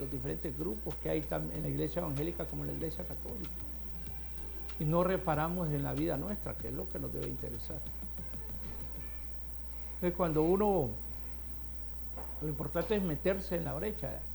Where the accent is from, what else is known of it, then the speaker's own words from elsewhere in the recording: Comayagüela, Francisco Morazán, Honduras; le decimos nosotros en Comayagüela